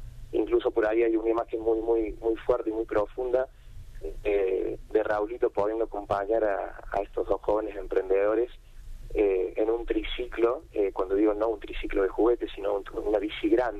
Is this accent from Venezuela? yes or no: no; Córdoba, Argentina; Nosotros somos de Alta Córdoba, seguimos estando donde nacimos, sí.